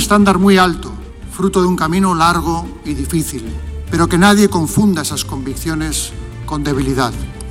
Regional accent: Spain; Los españoles, los europeos, somos miembros orgullosos de una unión

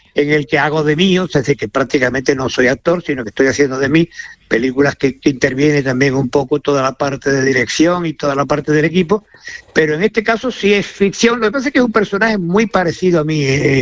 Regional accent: Andalusia, Spain; siendo nosotros, como somos andaluces, también con acento.

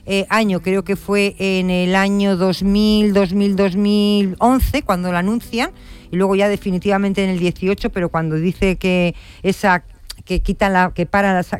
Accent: Bilbao, Basque Country, Spain; Yo, como vasca que soy, de Bilbao

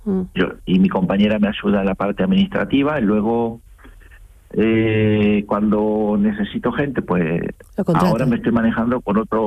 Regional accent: Argentina; now in Spain; Bueno, no, yo vivo aquí en España hace unos 26, casi 27 años.

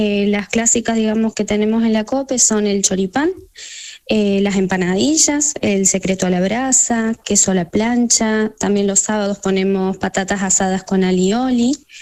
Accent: Argentina; now in Almería, Spain; somos todos argentinos

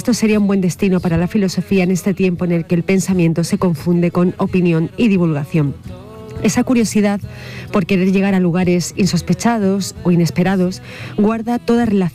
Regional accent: Andalusia, Spain; que somos andaluces

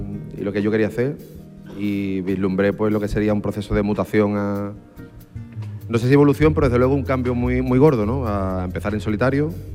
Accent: Isla Cristina, Andalusia, Spain; also born or lived in Mérida; Es que yo me he criado en Huelva, en Isla Cristina.

